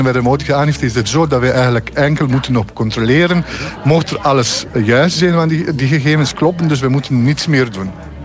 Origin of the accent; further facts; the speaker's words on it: Bosnia & Herzegovina; Dutch is a second language; moved away as an adult; now in Belgium; Ik ben vanuit Bosnië naar België gekomen, hier door de liefde.